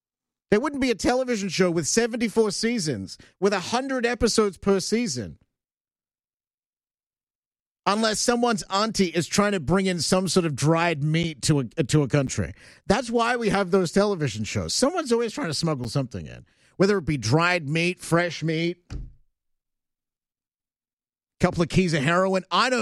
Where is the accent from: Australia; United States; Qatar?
Australia; now in Canada; When I go back to Australia, look, I'm a Canadian now, but when I go back to Australia